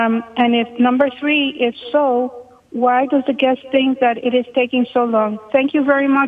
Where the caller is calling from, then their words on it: Puerto Rico; Puerto Rico.